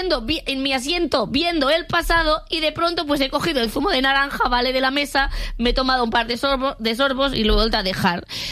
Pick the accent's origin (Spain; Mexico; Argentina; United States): Spain; Catalonia; como persona catalana esto me